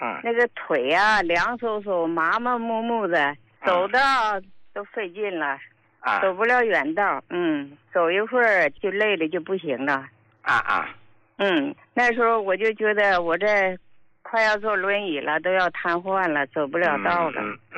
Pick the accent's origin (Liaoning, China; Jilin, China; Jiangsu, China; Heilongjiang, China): Heilongjiang, China; Qiqihar; 我是齐齐哈尔的。